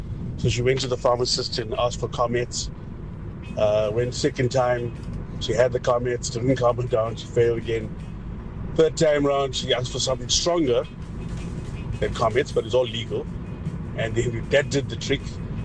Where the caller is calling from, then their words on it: Gauteng, South Africa; Hi guys, we're from Greenstone.